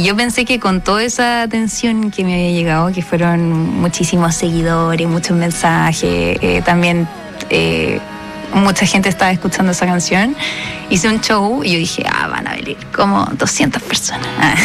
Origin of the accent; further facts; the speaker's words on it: Los Andes, Valparaíso, Chile; soy de los Andes.